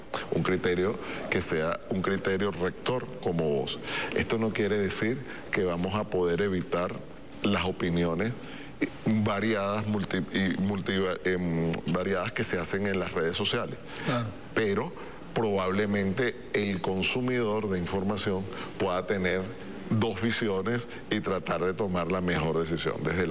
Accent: Venezuela; gracias a Dios que somos venezolanos

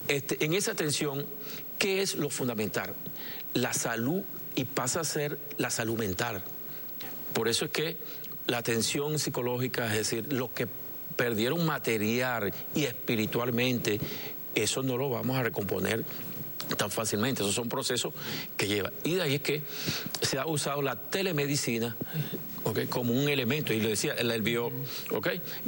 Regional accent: Venezuela; hemos sido los venezolanos. Nosotros somos hijos de Dios y de Bolívar

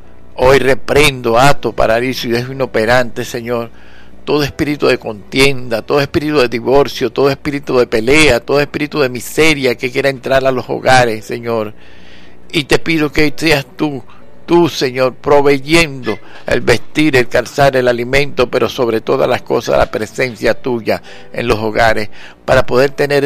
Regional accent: Venezuela; las familias de Venezuela, por todos aquellos que hacen vida en mi tierra

